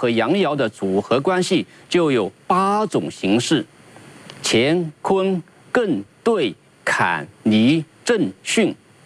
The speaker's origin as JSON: {"language": "Chinese", "country": "China", "said": "很好的体现了我们中国人的精神风貌和理想追求。"}